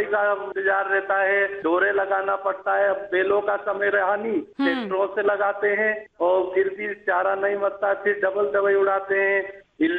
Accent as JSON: {"language": "Hindi", "region": "Madhya Pradesh", "country": "India", "said": "हमारा गांव बहुत सुंदर है ऐसे तो, हमारे गांव के पोहे और समोसे कचौरी बड़े फेमस है।"}